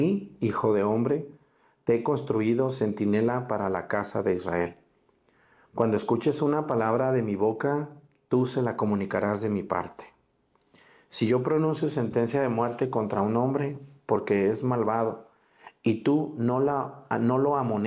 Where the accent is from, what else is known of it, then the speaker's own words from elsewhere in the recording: Mexticacán, Jalisco, Mexico; born there; hoy es la fiesta en mi pueblo, en Mexticacán.